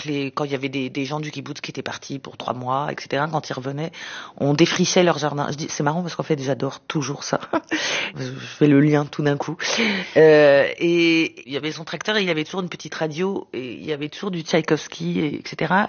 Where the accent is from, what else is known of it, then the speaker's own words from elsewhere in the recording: Sarcelles, Île-de-France, France; born there; c'était Sarcelles. J'étais choquée, scandalisée qu'on puisse parler de mon village natal ainsi.